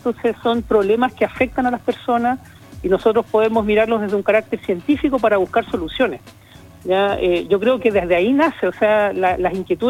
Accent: Chiloé, Los Lagos, Chile; now in Iquique, Chile; Sí, nací allá y todo, me crié allá, pero mi corazón, como dice, está en el norte.

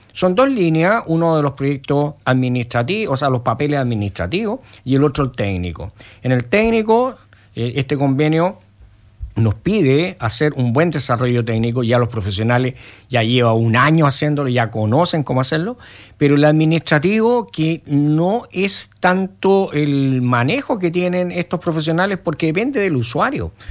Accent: Chile; porque somos chilenos.

